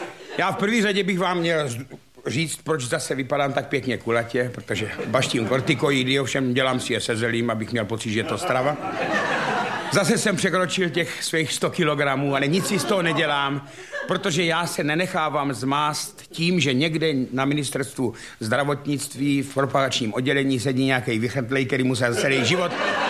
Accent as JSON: {"language": "Czech", "region": "Moravia", "country": "Czechia", "said": "My jsme byli celá rodina, já jsem z Moravy a celá rodina jsme byli tlustí. Ale to byl zelinářský kraj"}